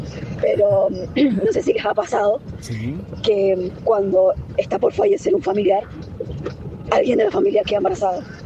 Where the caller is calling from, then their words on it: San Martín, Argentina; yo vivo en San Martín.